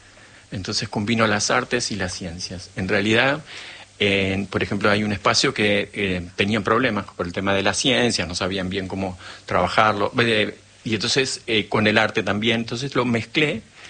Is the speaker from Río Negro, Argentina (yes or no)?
yes; Bariloche, Río Negro, Argentina; Entonces pasé de la escuela alemana de Bariloche, yo nací en Bariloche, a la escuela rural del Manso.